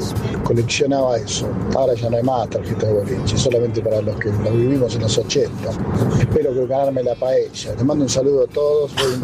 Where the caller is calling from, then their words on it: Burzaco, Buenos Aires Province, Argentina; de Ursaco